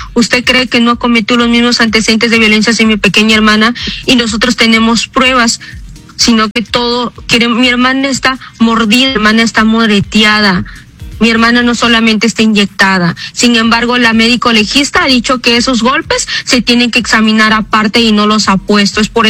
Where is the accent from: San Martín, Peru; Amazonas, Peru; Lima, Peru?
Amazonas, Peru; Bagua Grande; now in United States; somos de Bagua Grande